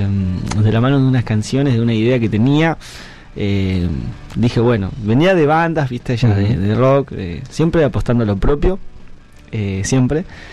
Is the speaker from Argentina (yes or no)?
yes; Cutral Có, Neuquén, Argentina; moved away as an adult; now in Neuquén, Argentina; Yo soy de Cutralcó, nací y me crié allá, hace 2 años estoy viviendo en Neuquén.